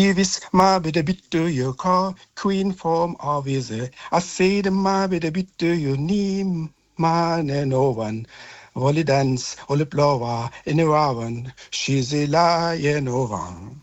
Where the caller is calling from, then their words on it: Dorsten, North Rhine-Westphalia, Germany; Dorsten'den arıyorum. Recklinghausen.